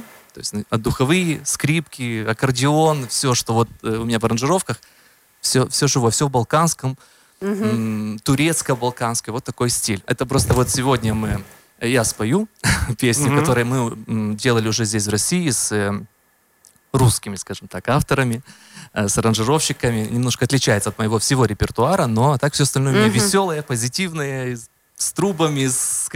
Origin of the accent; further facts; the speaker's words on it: Transnistria, Moldova; now in Moscow, Russia; Я 4 года назад переехал в Москву из Приднестровья.